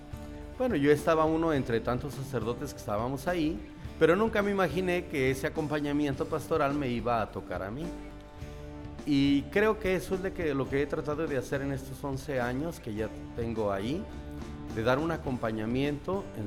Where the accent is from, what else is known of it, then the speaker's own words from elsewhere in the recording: Mexico; nuestros mártires mexicanos